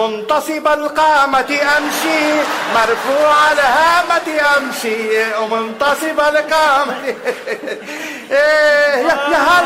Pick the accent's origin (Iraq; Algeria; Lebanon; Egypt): Lebanon; انه هي سريلانكية ونحن لبنانية وامريكان.